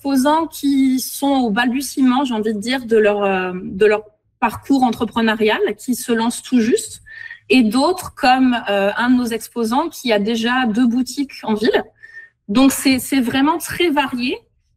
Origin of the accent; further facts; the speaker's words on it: France; also born or lived in Morocco; Alors, moi, je suis française. Ma région de cœur, c'est la Bretagne, mais j'ai aussi grandi au Maroc.